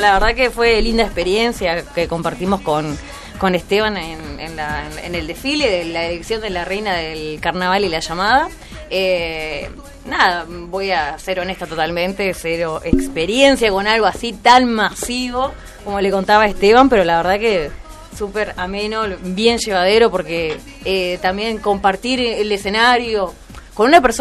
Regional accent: Carmelo, Colonia, Uruguay; moved away as an adult; now in Durazno, Uruguay; Oriunda de la ciudad de Carmelo.

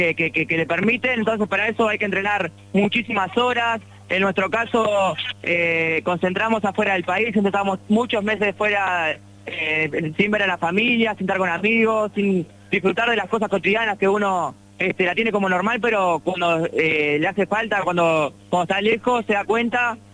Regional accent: Uruguay; como todo uruguayo, yo creo que el uruguayo en general la rema todos los días

